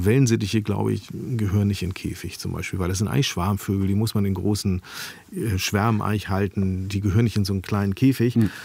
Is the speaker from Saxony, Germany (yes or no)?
no; Hamburg, Germany; born or raised there